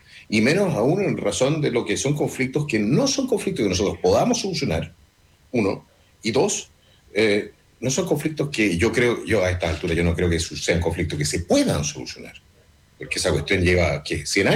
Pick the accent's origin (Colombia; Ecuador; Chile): Chile; Que aquí en Chile somos chilenos primero